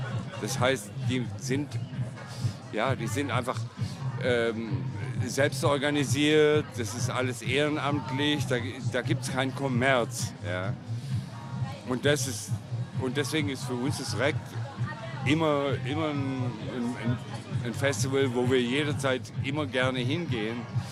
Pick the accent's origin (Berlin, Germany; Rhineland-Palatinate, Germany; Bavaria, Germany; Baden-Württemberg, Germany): Baden-Württemberg, Germany; Stuttgart; also wir kommen aus Stuttgart, weil ich bin dort geboren. Da ist meine Heimat, mein Lebensmittelpunkt.